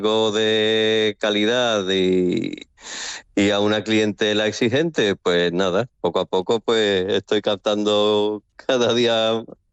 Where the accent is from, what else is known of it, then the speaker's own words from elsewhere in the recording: Andalusia, Spain; Principalmente, como soy andaluz, pues la mayoría de los productos vienen de Andalucía, los importo de allí.